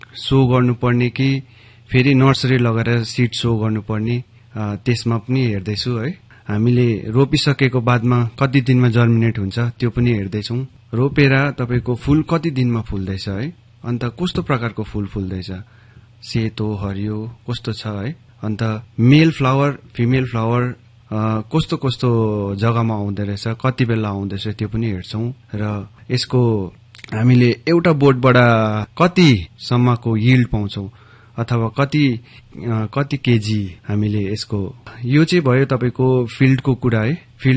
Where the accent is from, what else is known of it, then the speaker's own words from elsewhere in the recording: Sikkim, India; मेरो गाउँ चाहिँ पाक्योङ कार्तोक।